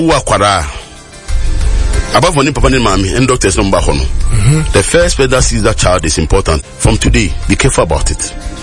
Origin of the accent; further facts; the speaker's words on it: Nigeria; I'm from Nigeria.